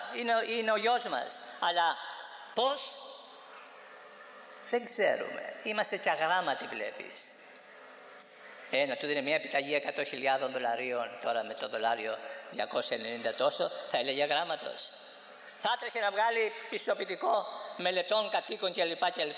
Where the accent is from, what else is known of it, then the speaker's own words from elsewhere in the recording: Corfu, Ionian Islands, Greece; στο νησί μου στην Κέρκυρα.